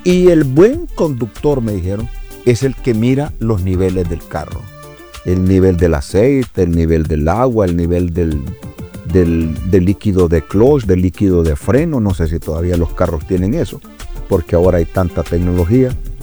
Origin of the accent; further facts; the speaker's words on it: Honduras; los maestros en mi barrio, en mi pueblo, eran de unidocencia, le dicen, que es para todas las clases